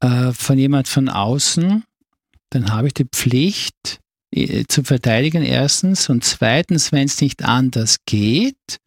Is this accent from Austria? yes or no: yes; Vorarlberg, Austria; moved away; ich war zu Hause in meiner Heimat und bin ein Vorarlberger